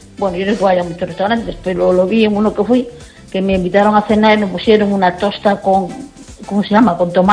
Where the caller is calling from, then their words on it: Riancho, Spain; porque yo vivo en Riancho